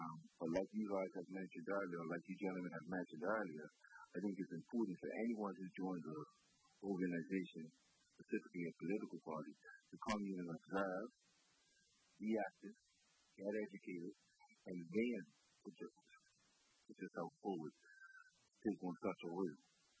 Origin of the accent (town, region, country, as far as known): Bermuda